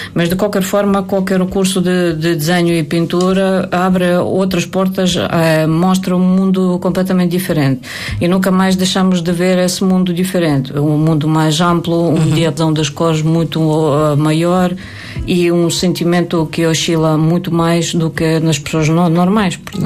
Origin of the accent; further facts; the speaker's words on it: Chernobyl, Kyiv Oblast, Ukraine; Chernobyl.